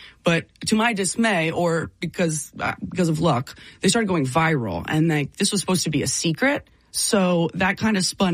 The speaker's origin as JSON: {"language": "English", "town": "Worthington", "region": "Ohio", "country": "United States", "tie": "born or raised there", "said": "Yeah, I grew up in Worthington. I went to the same high school my dad did, which is an awesome blessing, Thomas Worthington."}